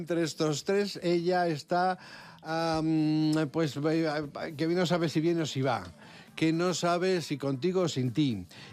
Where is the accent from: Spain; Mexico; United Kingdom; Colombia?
Spain; Levante; now in Madrid, Spain; O sea, yo que vengo del Levante, no sabéis, bueno, lo